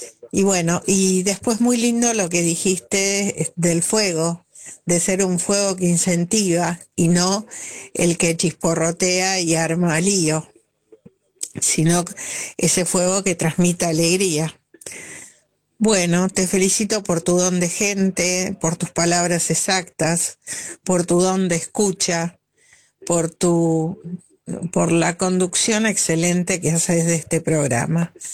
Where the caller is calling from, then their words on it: Acassuso, Buenos Aires Province, Argentina; de Acasuso.